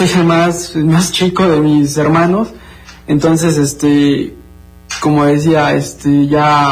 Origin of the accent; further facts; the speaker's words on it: San Andrés Payuca, Puebla, Mexico; moved away as an adult; yo soy de San Andrés Payuca, uh-huh. Aquí cerquita de Libres. Mis papás, igualmente son de allá. Yo, mis abuelitos igual de allá.